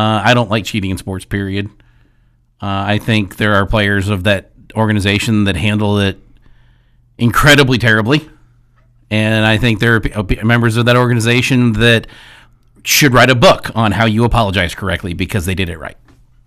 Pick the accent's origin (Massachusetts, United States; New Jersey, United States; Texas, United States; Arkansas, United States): Texas, United States; Houston; I grew up in Houston. I went to a lot of Astros games growing up.